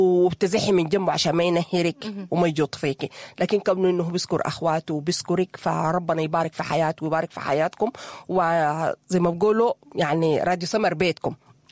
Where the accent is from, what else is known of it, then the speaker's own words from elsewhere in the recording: Sudan; ونحن يا أخوانا نحن كسودانيين ولا واصلين القمر نكون واقعين